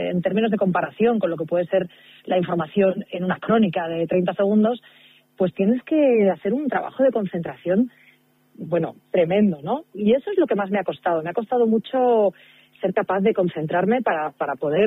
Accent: Barcelona, Catalonia, Spain; now in Madrid, Spain

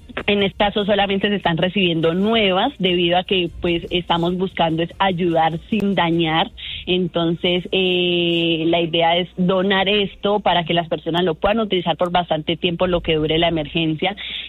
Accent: Colombia

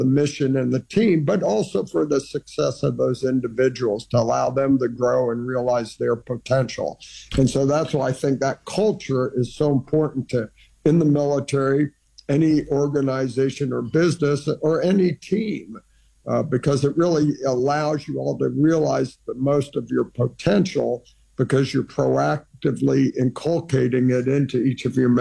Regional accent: Iran; born or raised there

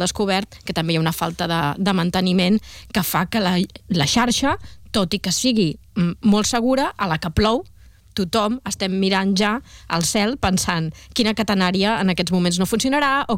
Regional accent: Sant Celoni, Catalonia, Spain; jo que els caps de setmana doncs acostumo anar al meu poble, no? Que és Sant Celoni

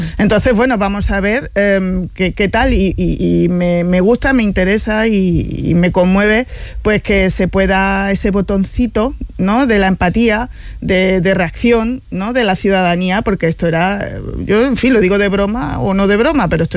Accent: Torremolinos, Andalusia, Spain; si estás pleiteando en juzgados de la Costa del Sol, yo que soy de Torremolinos

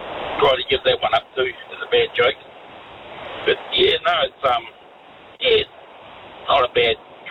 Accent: Taranaki, New Zealand; now in South Auckland, New Zealand; I grew up in Taranaki

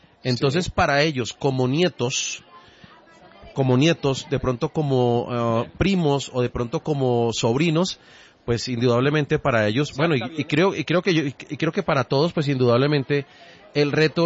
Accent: Panama; Yo soy panameño, sí, claro que sí.

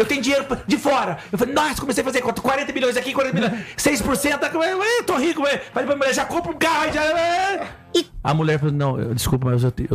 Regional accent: Rio de Janeiro, Brazil; Favilha, eu sou carioca.

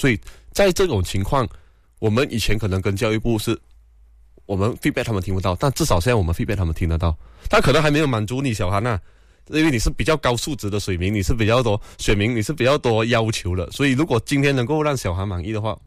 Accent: Malaysia

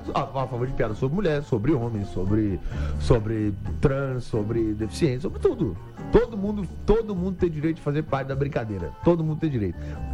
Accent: Brazil; Eu sou humorista brasileiro.

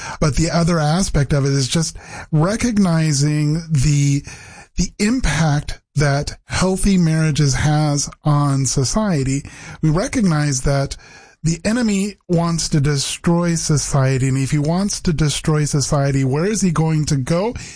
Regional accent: Vancouver, Washington, United States; also born or lived in South America; I grew up right here in the Pacific Northwest in Vancouver, Washington. Was born and raised there, but quickly after graduating from the university, I actually found myself down in South America.

